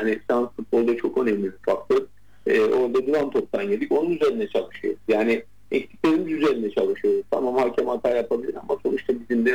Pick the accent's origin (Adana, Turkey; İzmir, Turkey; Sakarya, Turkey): Adana, Turkey; Bunu bir Adanalı olarak söylüyorum.